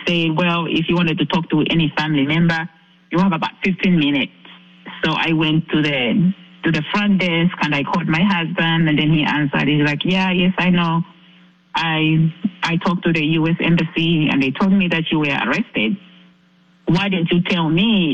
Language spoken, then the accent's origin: English; Zambia; I'm not a U.S. citizen. I'm from Zambia, Africa.